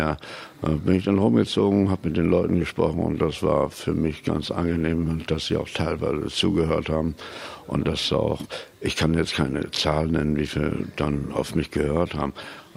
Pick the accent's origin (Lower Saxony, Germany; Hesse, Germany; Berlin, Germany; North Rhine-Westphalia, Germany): Lower Saxony, Germany; born there; also born or lived in Varel / Oldenburg; now in Wilhelmshaven, Germany; Nein, ich bin hier oben geboren. Ich bin in Sonderbusch geboren, das ist in der Nähe von Wilhelmshaven. Und mein erster Atemzug war Salzluft, Jodluft und die Temperatur hier oben in Norddeutschland.